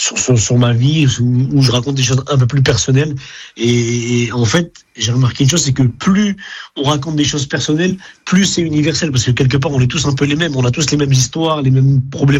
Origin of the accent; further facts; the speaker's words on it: Hauts-de-France, France; moi, j'ai grandi dans le nord de la France, moi je suis un ch'ti